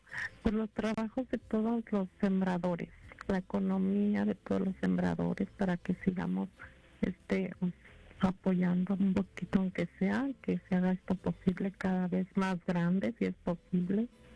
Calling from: Chicago, Illinois, United States; Muy buenos días … de Chicago.

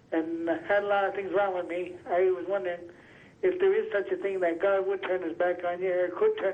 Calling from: Pennsylvania, United States; I'm calling from Asheville, Pennsylvania.

